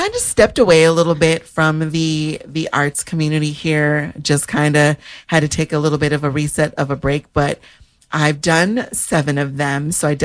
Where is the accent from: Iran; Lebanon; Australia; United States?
United States; Minnesota; And literally from growing up in Minnesota, where … is from, I'm like, wow, like, just awesome.